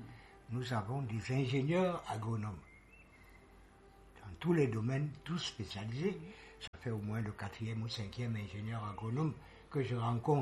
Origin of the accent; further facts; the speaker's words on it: Yaoundé, Centre, Cameroon; Moi, quand j'étais petit, à Messa, on avait une grande cour derrière.